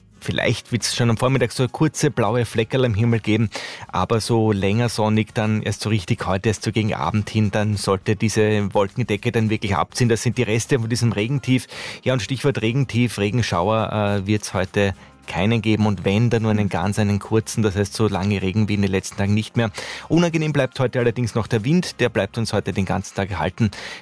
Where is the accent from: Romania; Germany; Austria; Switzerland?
Austria; Vienna; es zahrt sich so richtig, wie man bei uns in Wien sagt.